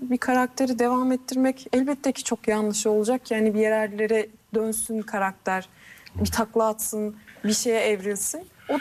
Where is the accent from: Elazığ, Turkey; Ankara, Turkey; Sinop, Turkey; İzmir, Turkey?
Ankara, Turkey; now in Istanbul, Turkey